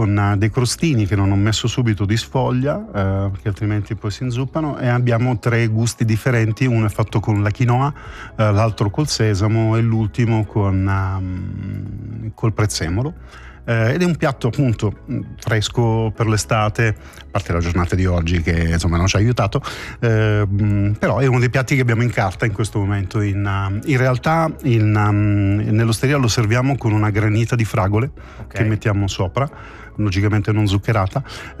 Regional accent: Mesagne, Apulia, Italy; Vengono dallo stesso mio paese, sì. Da meno credo parte del gruppo viene da Mesagne, provincia di Brindisi.

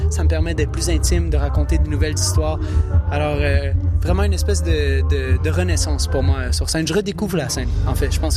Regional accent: Montreal, Quebec, Canada; en direct de Tadoussac. Et moi, je viens de Verdun.

